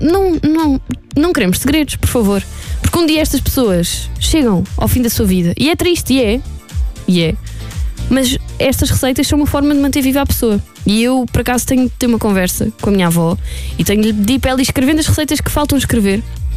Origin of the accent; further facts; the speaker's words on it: Minas Gerais, Brazil; milho, viajo automaticamente para Minas Gerais, de onde, aliás, sou natural.